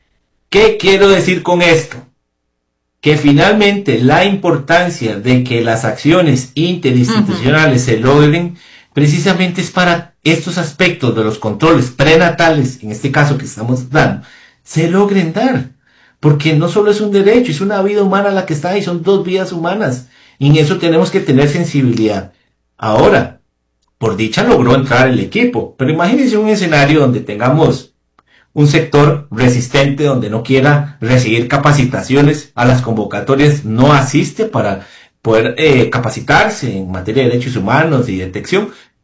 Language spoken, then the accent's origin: Spanish; Costa Rica; nosotros como costarricenses